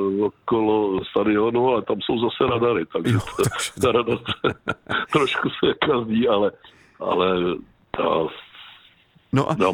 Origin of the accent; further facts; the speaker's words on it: Ústí nad Labem, Ústí nad Labem Region, Czechia; jsem Ústečák, narodil jsem se tady a bydlím tady celý život